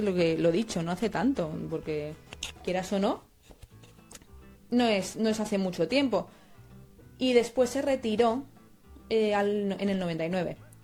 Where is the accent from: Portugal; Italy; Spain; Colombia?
Spain; Valencia, Valencian Community; nosotros somos de Valencia